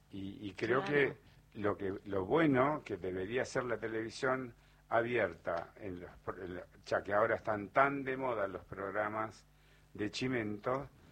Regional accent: Argentina; como nos encanta a los argentinos.

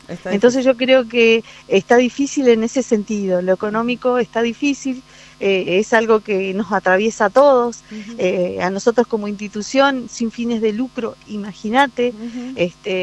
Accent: Chile; Yo en mi casa soy la única chilena. Uh-huh. Mi esposo es argentino, mis uh-huh. hijos son argentinos y seguramente voy a tener nietos argentinos también.

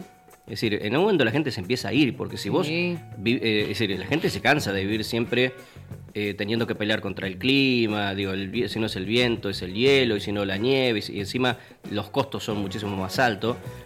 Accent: Argentina

